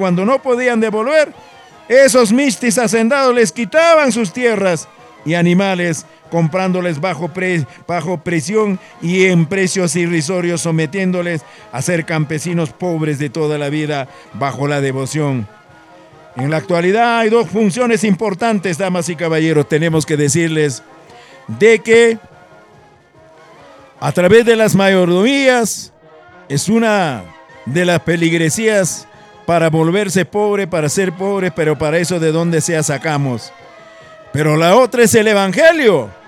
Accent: Recuay province, Ancash, Peru; a mi tierra o a toda la provincia de Recuay.

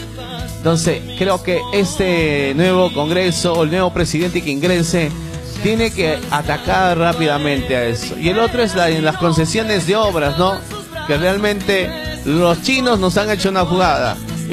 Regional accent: Jauja, Junín, Peru; ahí en mi tierra Jauja.

